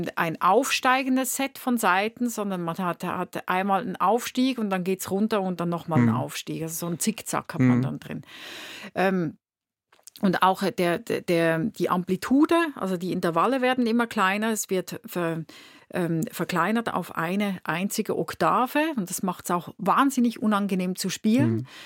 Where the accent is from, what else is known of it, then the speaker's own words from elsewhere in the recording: Winterthur, Zurich, Switzerland; born there; aus meiner Geburtsstadt in Winterthur gibt es eine Stiftung